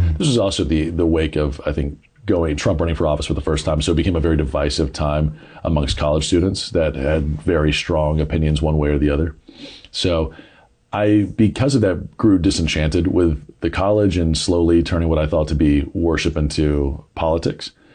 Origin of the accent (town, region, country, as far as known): Douglasville, Georgia, United States; born or raised there